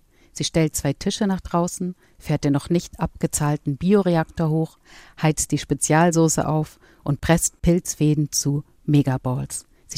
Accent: Germany; now in Hamburg, Germany; also Frankfurt am Main, tatsächlich bin ich in der Nähe aufgewachsen

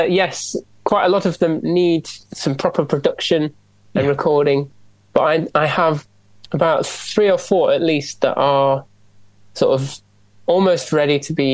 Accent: Nottingham, East Midlands, United Kingdom; moved away as an adult; also born or lived in London / Leeds; I'm from Nottingham originally.

